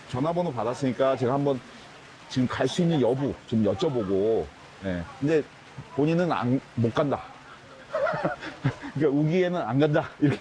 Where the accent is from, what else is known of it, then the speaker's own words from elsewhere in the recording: South Korea; born there; 제가 저희 고향에서 멀지 않은 곳 금산 인삼이라